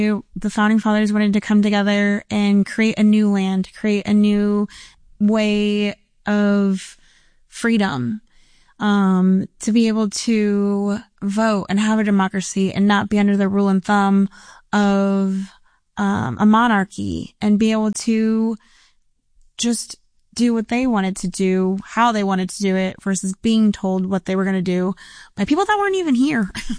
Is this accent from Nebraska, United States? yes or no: yes; Omaha, Nebraska, United States; Yes, I'm from Omaha.